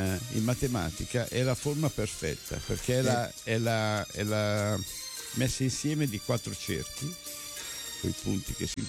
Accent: Lombardy, Italy; born there

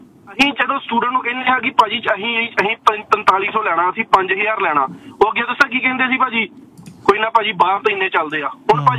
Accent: Punjab, India; ਚਲੋ ਕਹਿਣਾ ਨੀ ਚਾਹੀਦਾ ਮੈਂ ਵੀ ਪੰਜਾਬੀ ਹਾਂ, ਜੇ ਆਪਣੇ ਦੇਸੀ ਬੰਦੇ ਕਿਸੇ ਚੀਜ਼ ਚ ਵੀ ਵੜ ਜਾਂਦੇ ਹੋਣਗੇ

